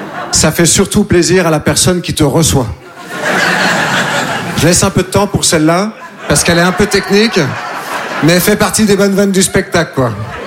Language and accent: French; Nouvelle-Aquitaine, France; Je viens des Deux-Sèvres. Vous connaissez les Deux-Sèvres? Non? C'est entre la Vienne et la Vendée.